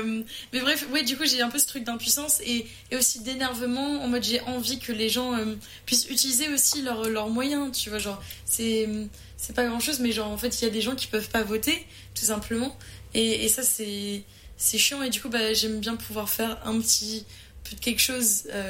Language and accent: French; England, United Kingdom; French is a second language; now in France; vu que je suis anglaise et j'ai pas la nationalité française, genre, j'ai un titre de séjour.